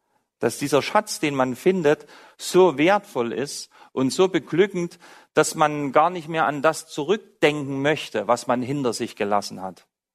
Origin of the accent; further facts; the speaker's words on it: Saxony, Germany; hatte euch erzählt, dass ich aus Sachsen komme, dort bin ich aufgewachsen.